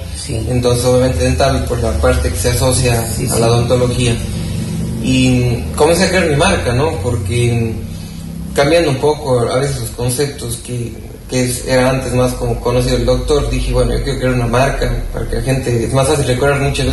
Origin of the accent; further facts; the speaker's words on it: Cuenca, Azuay, Ecuador; moved away as an adult; now in Patuca, Ecuador; y obviamente serrano, pues, cuencanito, colorado, vengo a este calor